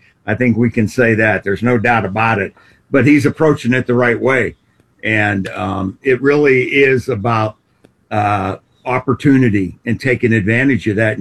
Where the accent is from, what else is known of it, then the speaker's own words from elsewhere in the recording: Pittsburgh, Pennsylvania, United States; I grew up in the Pittsburgh area